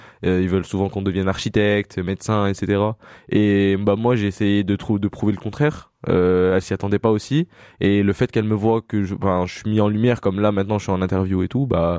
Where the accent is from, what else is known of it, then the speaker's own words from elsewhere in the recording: Échirolles, Auvergne-Rhône-Alpes, France; quand je dis que je viens des Chirolles, bah, les gens, ils ouvrent grand les yeux et tout.